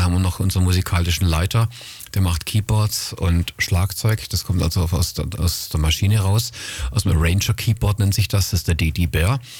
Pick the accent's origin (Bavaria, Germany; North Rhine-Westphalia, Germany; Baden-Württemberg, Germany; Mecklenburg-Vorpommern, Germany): Baden-Württemberg, Germany; Esslingen; born there; Und ich freue mich auf Esslingen, weil das ist ja auch meine Geburtsstadt.